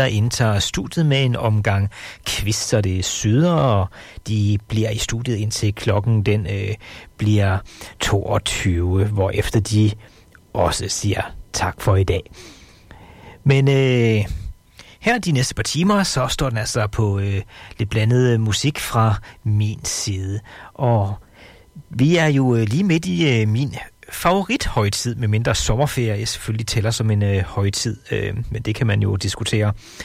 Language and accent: Danish; Sønderholm, North Denmark Region, Denmark; i Sønderholm, hvor jeg kommer fra, der lider fastelavn absolut ingen nød.